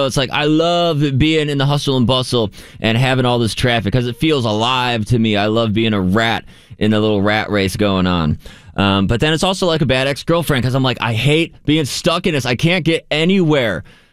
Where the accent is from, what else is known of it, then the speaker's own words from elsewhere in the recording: Cleveland, Ohio, United States; because I'm from Cleveland originally, and being in the city sometimes in Cleveland